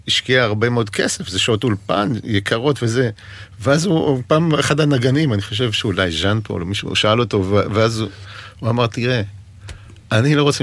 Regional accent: Brazil; now in Israel; גדלתי בברזיל

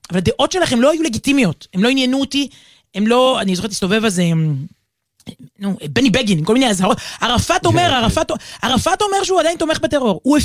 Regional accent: Tel Aviv, Tel Aviv District, Israel; born or raised there; also born or lived in Jerusalem

